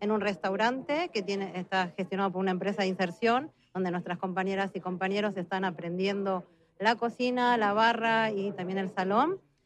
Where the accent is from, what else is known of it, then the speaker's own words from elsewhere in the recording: Argentina; now in Bilbao, Spain; Mi apellido es italiano porque mis abuelos eran italianos, pero yo soy argentina, nací en Argentina. Y hace 26 años que vivo en Bilbao.